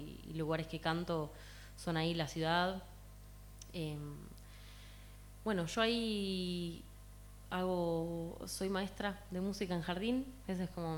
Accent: Buenos Aires, Argentina; moved away as an adult; now in Buenos Aires western suburbs, Argentina; yo soy de Capital Federal, pero ahora estoy viviendo en zona oeste. Me escapé un poco del ruido de la ciudad.

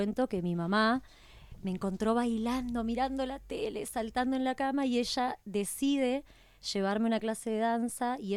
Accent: Merlo, Buenos Aires Province, Argentina; now in Capilla del Monte, Argentina; Yo soy de Merlo, zona oeste, Buenos Aires.

